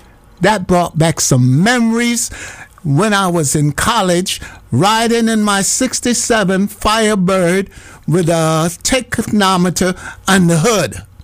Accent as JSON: {"language": "English", "region": "New York", "country": "United States", "tie": "born or raised there", "said": "I grew up in the Bronx."}